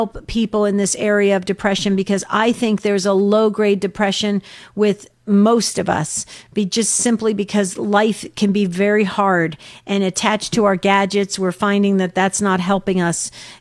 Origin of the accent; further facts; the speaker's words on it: New Jersey, United States; accent: Jersey; Bob, I'm from Jersey originally. So if I get rolling and I talk too quickly, you'll pick up my Jersey accent too.